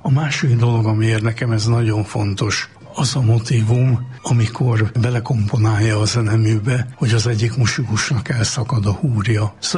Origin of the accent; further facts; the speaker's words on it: Budapest, Hungary; én abszolút hetedik kerületi gyerek vagyok. Én 37 éves koromig abban a lakásban laktam, ahol a gettóba születtem.